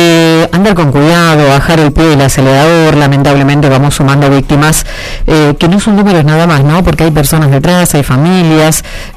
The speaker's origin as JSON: {"language": "Spanish", "country": "Argentina", "said": "porque si hay algo que no somos, creo yo, como argentina digo, es eso justamente, ¿no?"}